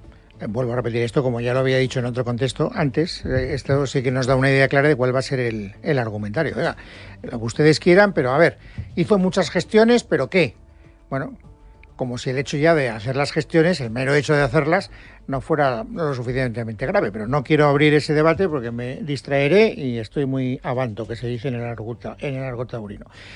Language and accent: Spanish; Valencian Community, Spain; Soy valenciano.